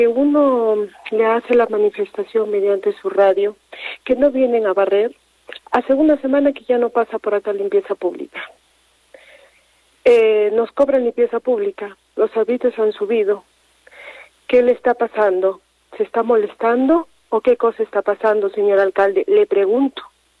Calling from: Arequipa, Peru; Yo soy de Pueblo Joven, Independencia

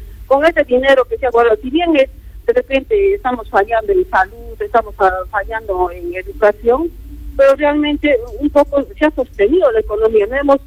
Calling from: Peru

